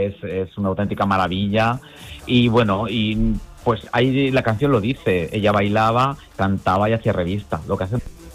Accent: Albacete, Castilla-La Mancha, Spain; de aquí de Albacete.

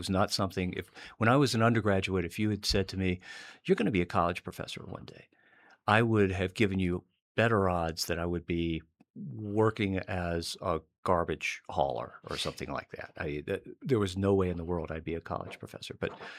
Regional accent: North Carolina, United States; born there; I was born in North Carolina and have ended up moving, living all over the place.

